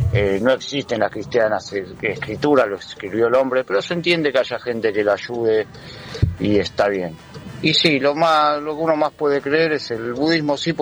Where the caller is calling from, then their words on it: Lanús, Buenos Aires Province, Argentina; de Lanús.